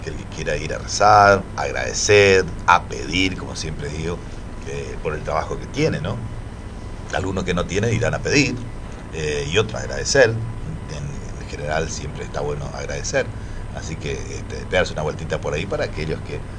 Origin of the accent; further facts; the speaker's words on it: Argentina; como la Argentina, viste, que somos tan contradictorios